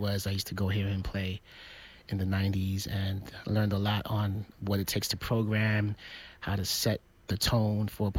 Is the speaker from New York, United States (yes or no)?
yes; New York City, New York, United States; I am Brooklyn born.